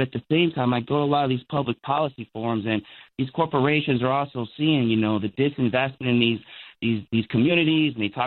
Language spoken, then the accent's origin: English; Chicago, Illinois, United States; I grew up in Chicago.